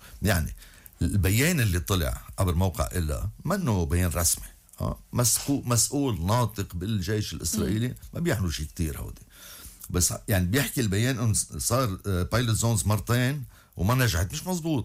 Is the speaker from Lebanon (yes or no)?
yes; Lebanon; كلبنانيين،